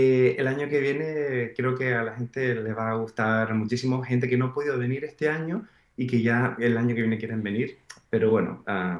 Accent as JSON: {"language": "Spanish", "region": "Canary Islands", "country": "Spain", "tie": "born there", "said": "nací aquí en Canarias, que está genial para bueno, todo el turismo y todo eso, pero en aquella época cuando yo nací no había ninguna de estas oportunidades."}